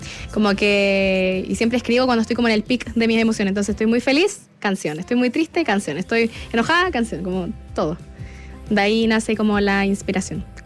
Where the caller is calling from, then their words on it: Salamanca, Coquimbo, Chile; Yo soy de Salamanca.